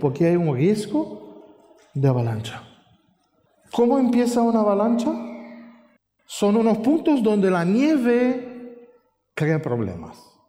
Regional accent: Romania; moved away; En mi país hay, yo me acuerdo que cuando éramos chicos, mi papá trabajaba cuidando unas cabañas en la montaña y nos llevaba. Y a nosotros nos gustaba, porque hay montañas lindas en Rumania

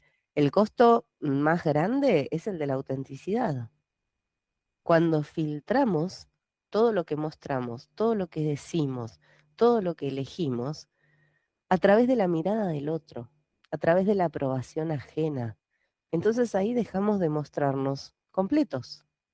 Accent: Argentina; si sos de Argentina como yo

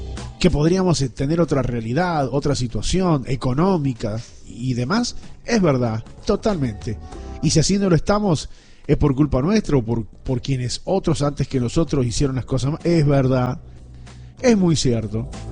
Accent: Argentina

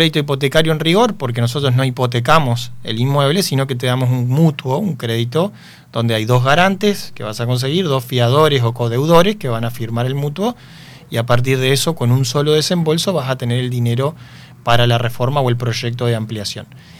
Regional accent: General Ramírez, Entre Ríos, Argentina; Yo soy de Ramírez

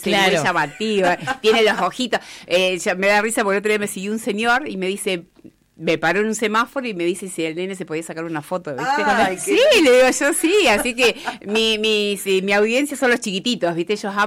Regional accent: Cipolletti, Río Negro, Argentina; nací y criada acá en Cipolletti.

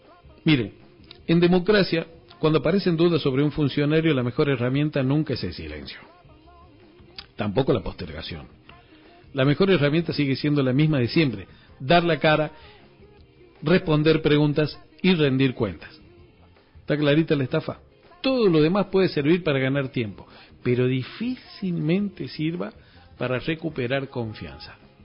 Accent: Argentina

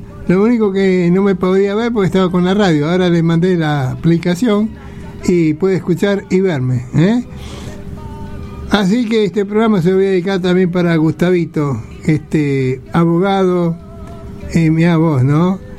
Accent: Buenos Aires, Argentina; born there; moved away as an adult; now in Gregorio de Laferrere, Argentina; Yo vivía en Capital, en Pompeya, donde tengo mi casa que nací. Y porque ahora vivo en La Ferrere.

